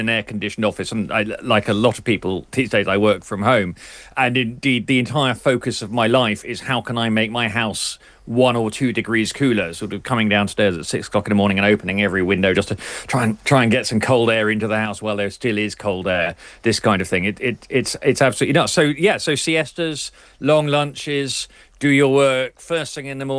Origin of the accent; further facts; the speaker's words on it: United Kingdom; the thing about being British has always been sort of stiff upper lips and keeping your feelings to yourself and so on.